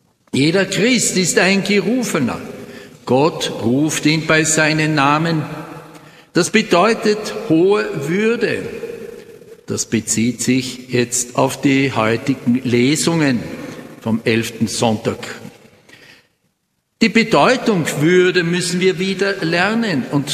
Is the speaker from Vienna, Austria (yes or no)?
yes; Vienna, Austria; now in Styria, Austria; Mich als gebürtiger Wiener, aber Priester der Diözese Innsbruck